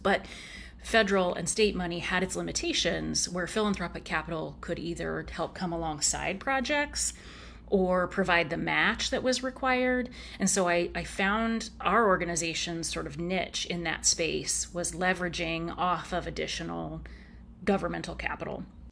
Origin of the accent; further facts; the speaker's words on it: Oregon, United States; You know, I'm a pretty humble kid growing up in Central Oregon.